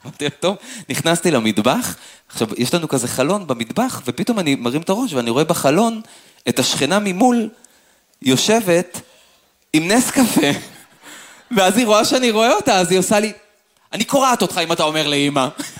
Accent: Afula, Northern District, Israel; אני גדלתי כמו בשבט באפולה, כמו באיזה קומונה כזאת

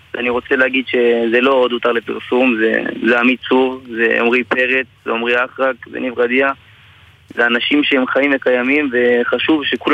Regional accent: Central District, Israel; בעמק חפר, מבין 21, אחרי שירות בגולני.

